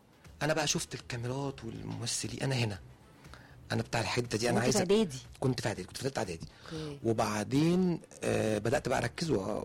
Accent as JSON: {"language": "Arabic", "town": "Port Said", "region": "Port Said Governorate", "country": "Egypt", "said": "وبعدين كنا احنا ما بنخرج من بورسعيد عايزين نتفسح، بنروح حته اسمها بور فؤاد"}